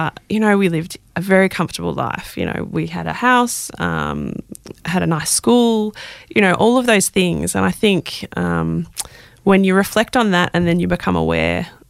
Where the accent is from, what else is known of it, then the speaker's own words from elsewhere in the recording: Melbourne, Victoria, Australia; I was born and raised in Berwick, so southeastern suburbs of Melbourne.